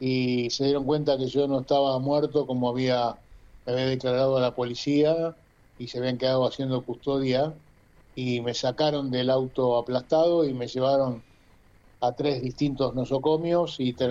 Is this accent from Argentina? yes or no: yes; Argentina; como buen argentino que soy